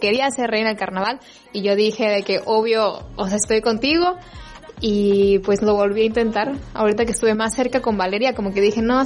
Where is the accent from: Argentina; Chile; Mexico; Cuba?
Mexico; Campeche; moved away as an adult; also born or lived in Mexico City; yo pues toda mi vida estuve en Campeche, me fui a Ciudad de México para estudiar una carrera